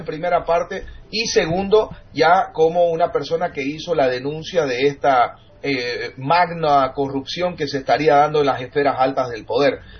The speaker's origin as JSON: {"language": "Spanish", "country": "Bolivia", "said": "nosotros como ciudadanos, como familia boliviana"}